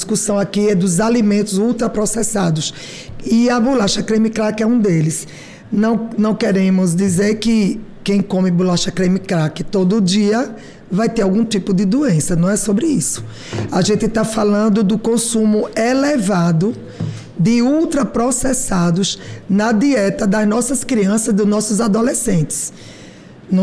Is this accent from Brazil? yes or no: yes; Northeast Region, Brazil; nós que somos do Nordeste